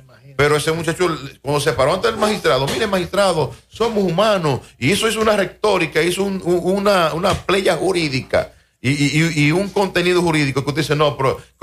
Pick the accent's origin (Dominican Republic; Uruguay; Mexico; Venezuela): Dominican Republic; todos somos dominicanos.